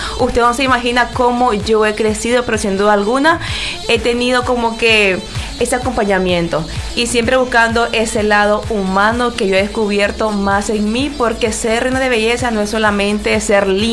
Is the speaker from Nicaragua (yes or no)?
yes; Chinandega, Nicaragua; Chinandega es mi tierra. Orgullosamente chinandegana.